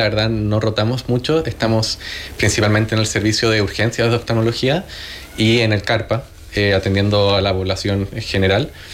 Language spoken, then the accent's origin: Spanish; Chile; moved away as an adult; now in Logroño, Spain; 4 meses ya en Logroño. Yo vengo de Chile, bastante lejos, la verdad. 4 meses en Logroño, 4 meses en la residencia.